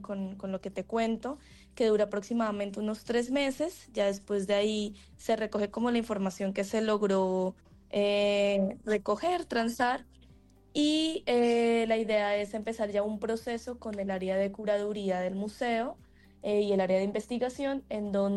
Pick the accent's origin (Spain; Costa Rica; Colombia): Colombia; Bogotá; also born or lived in Boyacá; Yo soy de Bogotá, pues yo soy cundiboyacense, Bogotá, y también de Boyacá.